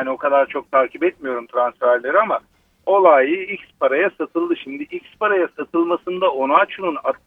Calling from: Istanbul, Turkey; İstanbul'dan arıyorum.

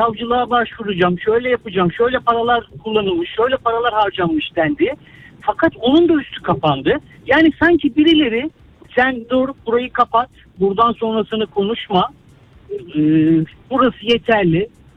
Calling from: Istanbul, Turkey; ben İstanbul'dan arıyorum.

